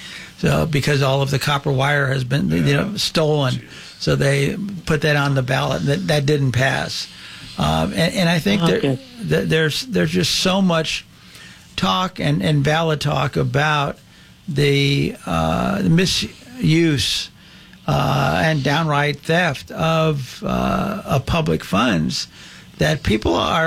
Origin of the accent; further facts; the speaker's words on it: North Hollywood, California, United States; Well, I know, you know, I grew up in North Hollywood, and we knew that a lot of LAPD officers and probably sheriffs, they moved to Simi Valley.